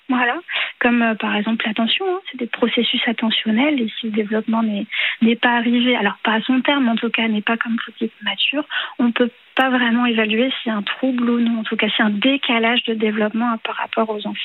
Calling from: Grand Est, France; Alors moi, je suis de Moselle, donc dans le Grand Est.

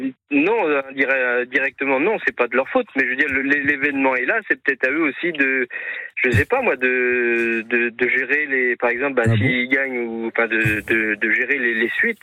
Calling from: Nouvelle-Aquitaine, France; Je suis non loin de Sainte-Soline

